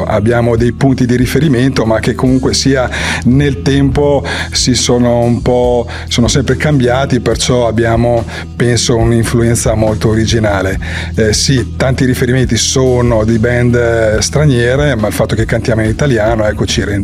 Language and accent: Italian; Rovereto, Trentino-Alto Adige, Italy; noi siamo di Rovereto, che è una città provincia di Trento.